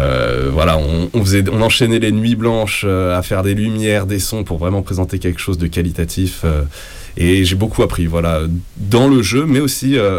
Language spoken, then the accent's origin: French; Nevers, Bourgogne-Franche-Comté, France; moved away as an adult; also born or lived in Strasbourg; now in Paris, France; Mais sinon, moi, je suis originaire de Bourgogne, Nevers, pour être précis.